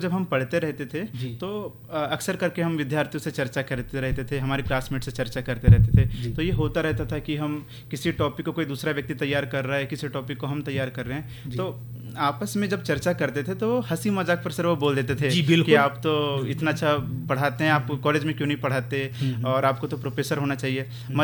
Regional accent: Ukwa, Madhya Pradesh, India; मैं मध्य प्रदेश के बालाघाट जिले के एक सुंदर से पहाड़ी गांव उकवा का निवासी हूं, जो अपने मैगनीज उत्पादन के लिए अत्यंत प्रसिद्ध है

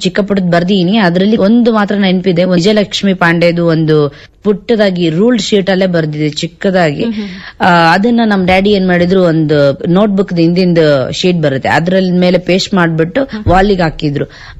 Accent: Hiriyur, Karnataka, India; now in Bengaluru, India; ನಾನು ಹಿರಿಯೂರವಳು, ಹಿರಿಯೂರು ತಾಲೂಕು, ಚಿತ್ರದುರ್ಗ ಡಿಸ್ಟಿಕ್.

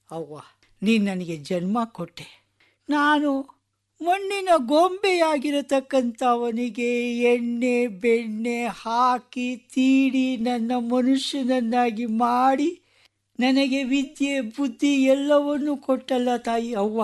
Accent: Karnataka, India; ಈಗ ಕನ್ನಡ ನಮ್ಮದು ಅಲ್ವಾ ಸರ್, ನಾವು ಕನ್ನಡಿಗರು.

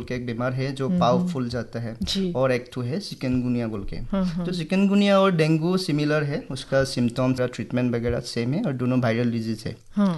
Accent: Golaghat district, Assam, India; moved away as an adult; also born or lived in Jorhat; now in Haflong, India; मैं गोलाघाट डिस्ट्रिक्ट से हूँ। मेरा स्कूलिंग वहाँ पे एक गवर्नमेंट स्कूल से हुआ है

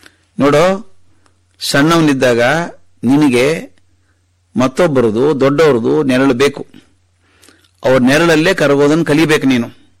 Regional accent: Bagalkot, Karnataka, India; ಶಿಕ್ಷಣದ ತೊಂದರೆ ಆಗಬಾರದು ಅಂತ ನಾನು ನನ್ನ ಅಕ್ಕ ನಮ್ಮ ಅಜ್ಜಾಜಿ ಜೊತೆಗೆ ಬಾಗಲಕೋಟೆಯಲ್ಲಿ ಇದ್ವಿ. ಬಹಳಷ್ಟು ದಿವಸ ನನ್ನ ಅಜ್ಜನ ತೋಳಲ್ಲೇ ಬೆಳೆದದ್ದು ನಾನು.

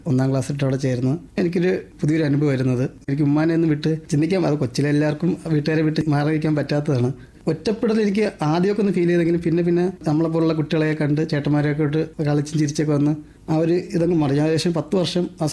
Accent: Varkala, Kerala, India; എന്റെ സ്വദേശം വർക്കല നെടുങ്കണ്ടം എന്ന് പറയുന്ന സ്ഥലത്ത് എന്റെ സ്വദേശം.

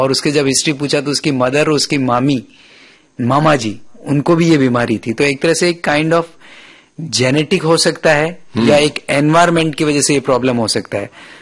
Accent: Rajasthan, India; राजस्थान का रहने वाला हूं

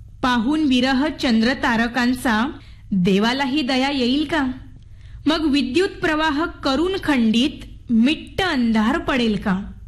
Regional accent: Devgad, Maharashtra, India; now in Mumbai, India; ने मी मूळची देवगडची आहे, तर गावी कसं निरभ्र आकाश आपल्याला पाहायला मिळतं

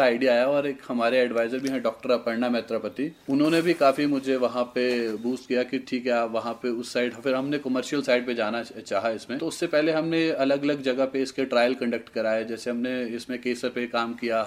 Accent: Panchrukhi, Himachal Pradesh, India; और मैं पंचरुखी ब्याड़ा से हूँ।

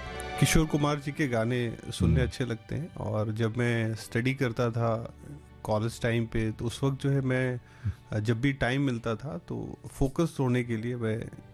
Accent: Jamshedpur, Jharkhand, India; जी मैं जमशेदपुर झारखंड का निवासी हूँ। मैंने अपने प्रारंभिक जीवन की बात करूँ तो मेरा बचपन एक सामान्य मध्यम वर्गीय पारिवारिक परिवेश में बीता है।

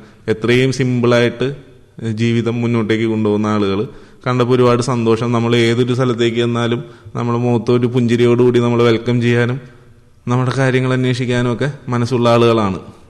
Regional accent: Ernakulam, Kerala, India; ഞാൻ എറണാകുളം സ്വദേശിയാണ്.

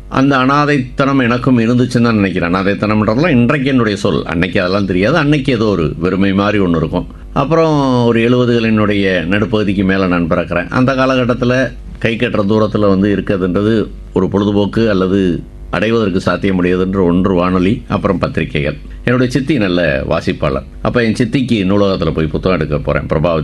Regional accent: Madurai, Tamil Nadu, India; நான் மதுரைதானுடைய சொந்த ஊர். ஆனால் என்னுடைய அப்பா இங்கே சென்னையில் பணிபுரிந்தார்

